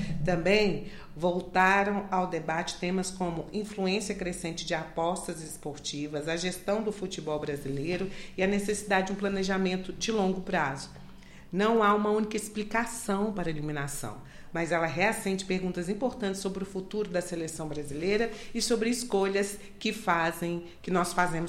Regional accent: Brazil; a gente é brasileiro e cada um tem um ponto de vista.

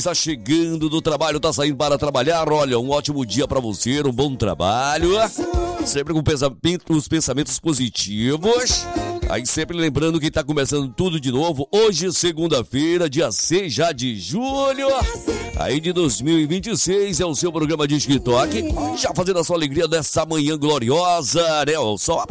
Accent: Brazil; É a minha pátria, Brasil é a minha pátria.

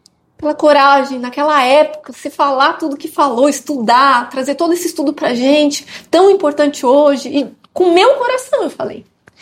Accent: Campo Grande, Mato Grosso do Sul, Brazil; now in Lisbon, Portugal; eu sou espírita e médium há mais de 40 anos, eu sou lá de Campo Grande do Mato Grosso do Sul, e minha filha veio me realizar esse desejo

